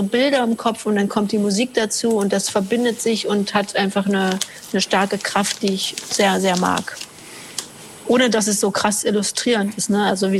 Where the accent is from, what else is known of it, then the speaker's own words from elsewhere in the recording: Halle, Saxony-Anhalt, Germany; Orten meiner Kindheit und Jugend in Halle. Dort bin ich aufgewachsen.